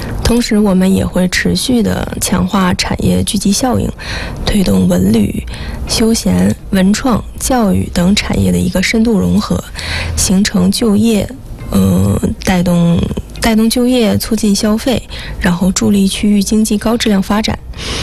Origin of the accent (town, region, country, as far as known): Jinzhou, Liaoning, China